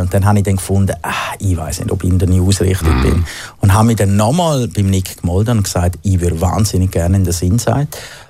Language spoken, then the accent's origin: German; Thusis, Graubünden, Switzerland; moved away as an adult; also born or lived in Scharans; now in Zurich, Switzerland; Ich bin in Thusis und in Scharanz aufgewachsen. Mhm. Und bin eigentlich dank dir Zürcher geworden.